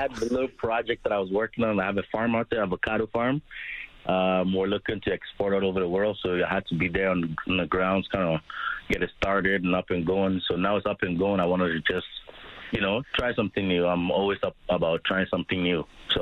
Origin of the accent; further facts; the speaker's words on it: Edmonton, Alberta, Canada; moved away as an adult; growing up in Edmonton, I wasn't fortunate.